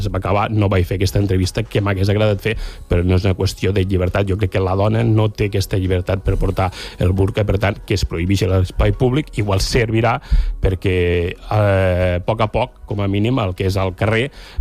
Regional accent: Balaguer, Catalonia, Spain; me'n vaig cap a Balaguer, jo soc de Balaguer

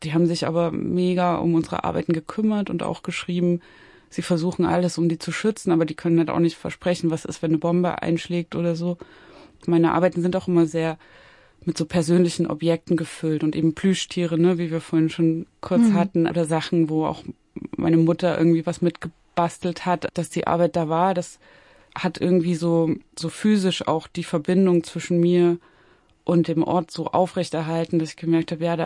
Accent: East Germany, Germany; born there; Ich bin gerade noch so in der DDR geboren, 84. 89, als die Mauer gefallen ist, war ich 5 Jahre alt.

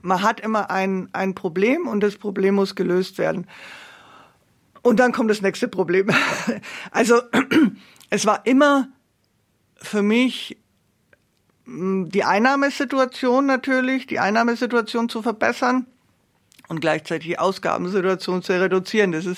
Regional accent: Nuremberg, Bavaria, Germany; born there; Nürnberg ist halt meine Geburtsstadt

